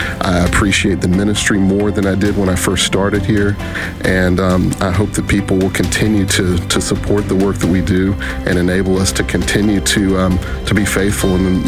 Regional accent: Tupelo, Mississippi, United States; moved away as an adult; I grew up in Tupelo

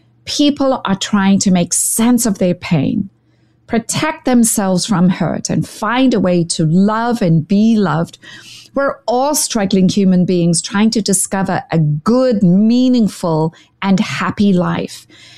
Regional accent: South Africa; I grew up in South Africa in a family deeply shaped by faith, ministry, psychology, and helping people.

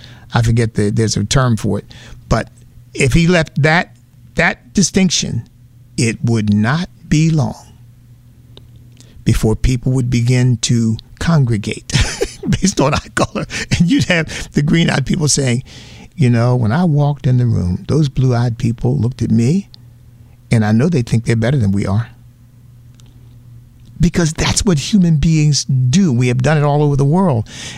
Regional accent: United States; because, in large measure, because I'm an American, of course, in part because I made up my mind at a fairly young age that I was going to take advantage of the opportunities this country provided for me

